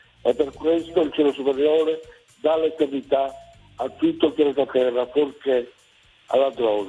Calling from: Sardinia, Italy; Dalla Serviana, provincia di Cagliari, Sardegna.

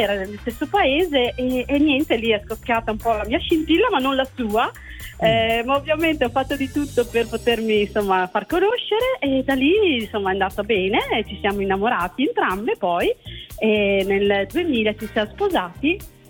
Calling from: Veneto, Italy; Siamo dalla provincia di Verona.

